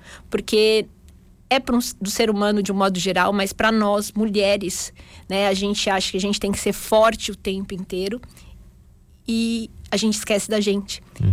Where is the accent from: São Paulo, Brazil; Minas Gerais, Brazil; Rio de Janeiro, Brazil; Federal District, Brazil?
São Paulo, Brazil; now in Garibaldi, Brazil; Eu venho de São Paulo, então chegar em Garibaldi, ser uhum, essa cidade tranquila